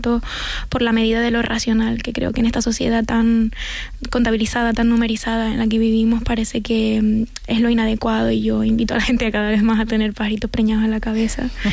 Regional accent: Canary Islands, Spain; nos han contado siempre desde dentro y fuera de Canarias que nuestra forma de hablar es inadecuada y la tenemos que corregir

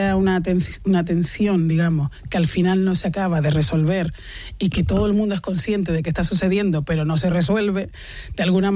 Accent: Canary Islands, Spain; accent: Canarian; also born or lived in Córdoba; Sí. Yo es que me siento muy canaria. Cordobesa también

